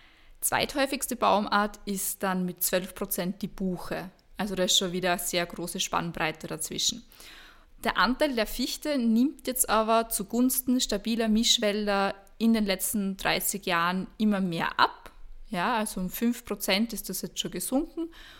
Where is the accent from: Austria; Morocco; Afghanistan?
Austria; Ja, wie schaut das jetzt bei uns in Österreich aus? Laut der Aussage von Donald Trump voriges Jahr leben wir angeblich in Wäldern, alle Österreicher.